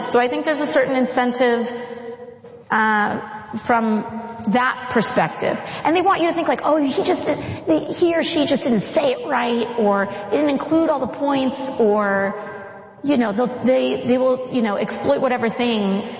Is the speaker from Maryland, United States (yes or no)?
no; Bronx, New York, United States; And of course, I'm Latina. And so, and I'm from the Bronx.